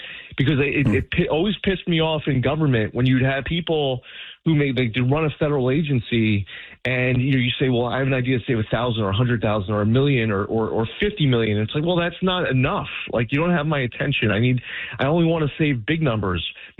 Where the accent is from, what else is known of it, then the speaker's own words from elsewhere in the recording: New York, United States; It's just as sad as a New Yorker.